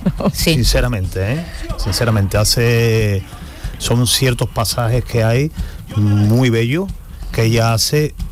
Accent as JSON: {"language": "Spanish", "town": "Seville", "region": "Andalusia", "country": "Spain", "tie": "born or raised there", "said": "Yo soy muy autóctono de mi tierra. Entonces, bueno, yo estoy muy contento de volver a Sevilla"}